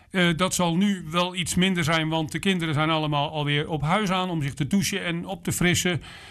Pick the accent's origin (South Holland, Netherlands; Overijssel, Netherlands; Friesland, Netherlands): South Holland, Netherlands; Hendrik-Ido-Ambacht; Maar ik kom dan ook zelf uit Hendrik Ido Ambacht